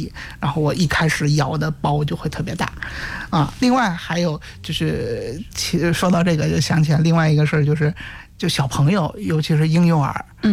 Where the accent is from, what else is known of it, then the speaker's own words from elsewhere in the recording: Henan, China; 咱们是河南的对吧，我平时在郑州